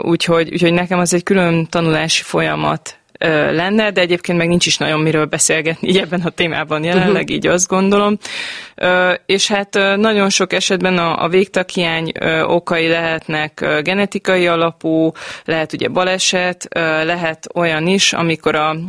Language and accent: Hungarian; Gyöngyös, Heves, Hungary; Gyerekkoromban pedig én amúgy gyöngyösi származású vagyok